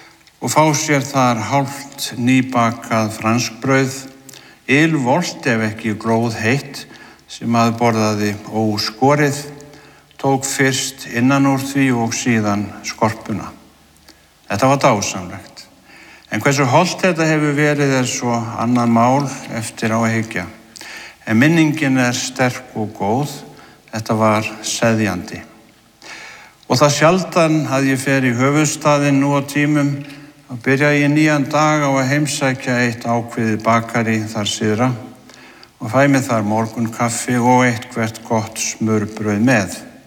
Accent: Siglufjörður, Northeastern Region, Iceland; Ég minnist þess þegar ég var að alast upp hér á Siglufirði, ég fættur árið 1958

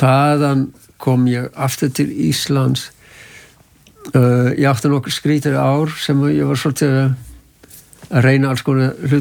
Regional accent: Netherlands; Icelandic is a second language; now in Iceland; Ég bjó í Amsterdam þegar ég kom úr Varmalandi fór heim til Hollands

